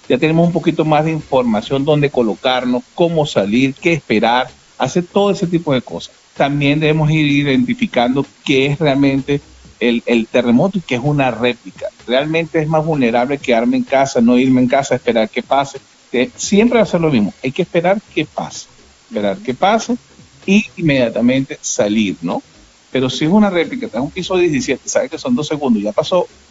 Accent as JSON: {"language": "Spanish", "country": "Venezuela", "said": "en Venezuela hay sismo todos los días"}